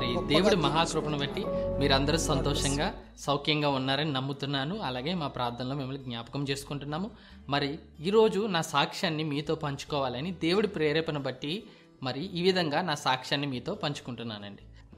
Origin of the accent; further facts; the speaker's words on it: Hyderabad, Telangana, India; నేను యూకేజీ నుంచి 7th class వరకు నేను హైదరాబాద్లోనే చదువుకున్నానండి. దానివల్ల ఏమైందంటే నాకు తెలుగు సరిగ్గా రాదు.